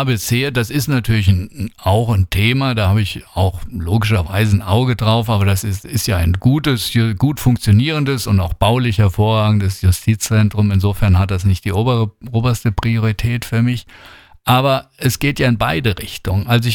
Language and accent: German; Bad Kreuznach, Rhineland-Palatinate, Germany; Also ich will unbedingt meiner Stadt und meiner Heimatregion, auch meinem Wahlkreis, treu bleiben.